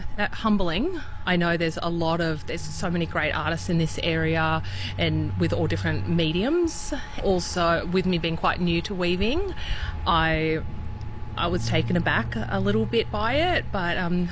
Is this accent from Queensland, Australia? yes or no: no; Taree, New South Wales, Australia; And my mum's family originally from out at Foster, and I wasn't raised out there. I grew up here in Taree, so it was fantastic to connect with a community that I do belong to and that my family have been from.